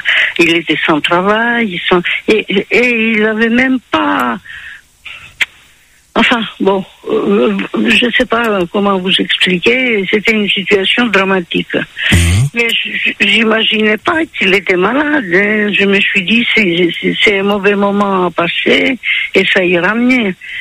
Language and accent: French; Greece; French is a second language; now in France; Écoutez, je suis d'origine grecque.